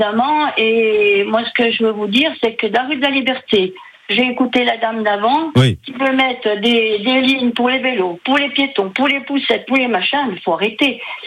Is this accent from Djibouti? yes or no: no; Dijon, Bourgogne-Franche-Comté, France; born there; j'adore ma ville, je suis née à Dijon, j'habite rue Musette, je connais ma ville parfaitement